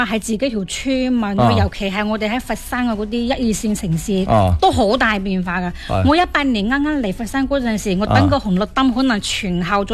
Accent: Meizhou, Guangdong, China; now in Foshan, China; 佢如果系由佛山呢度翻到我乡下

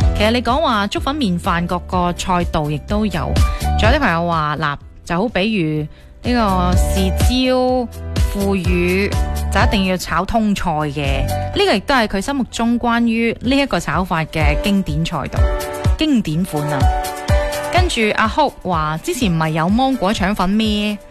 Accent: Foshan, Guangdong, China; 我喺三水度长大啦

